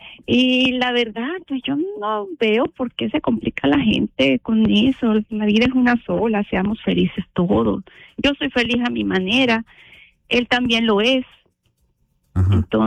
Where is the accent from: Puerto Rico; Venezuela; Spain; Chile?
Venezuela; Venezuela.